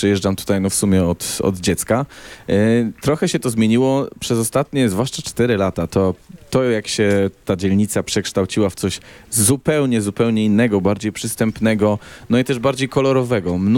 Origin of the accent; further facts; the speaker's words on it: Warsaw, Masovian Voivodeship, Poland; born there; urodziłem się w Warszawie.